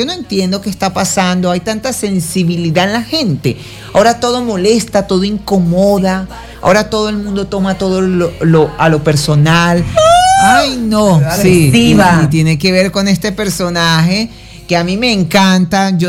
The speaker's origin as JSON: {"language": "Spanish", "country": "Venezuela"}